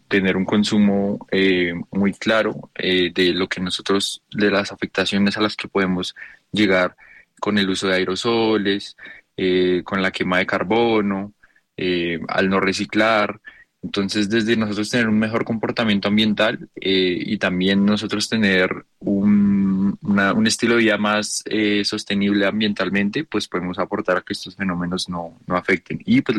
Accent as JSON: {"language": "Spanish", "country": "Colombia", "said": "Y pues la pérdida de estos como colombianos pues nos afecta"}